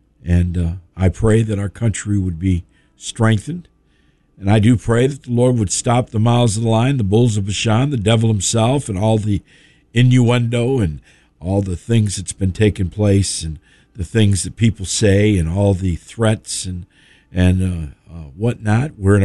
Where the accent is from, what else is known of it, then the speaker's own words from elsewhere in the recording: New York, United States; I can't help where I was brought up. I was brought up in Central New York.